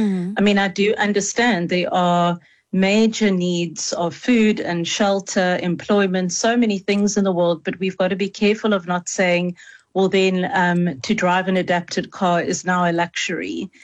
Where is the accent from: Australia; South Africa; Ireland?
South Africa; East London, Eastern Cape; now in Cape Town, South Africa; even though I'm phoning in from Cape Town, I am a born and bred East Londoner.